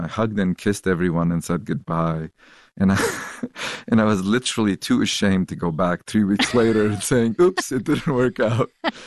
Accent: Lebanon; moved away; I grew up in Lebanon. I was literally 8 years old when the civil war started there.

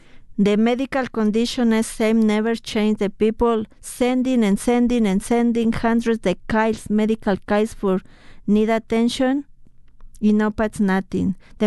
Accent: Mexico City, Mexico; English is a second language; moved away as an adult; now in United States; I'm from Mexico City.

